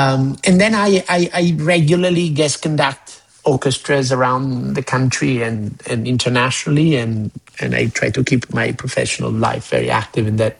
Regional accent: Florence, Tuscany, Italy; moved away; Well, I am from Florence, Italy

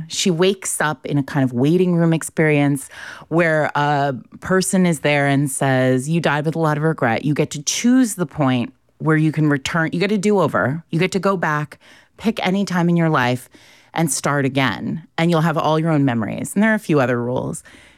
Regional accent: Rhode Island, United States; when I was a kid, I grew up in Rhode Island, but my parents had this very cute little house in Ashland, New Hampshire, which is right near Plymouth and, you know, right around the corner from Meredith.

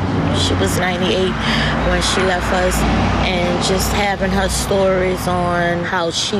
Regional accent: New Orleans, Louisiana, United States; I'm born and raised in the Ninth Ward, and I have four siblings that was also raised in the Ninth Ward.

